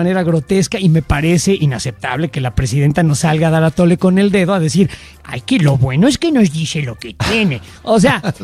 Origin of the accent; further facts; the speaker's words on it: Mexico; los mexicanos a lo mejor no somos pues tan proclives a ello como los argentinos.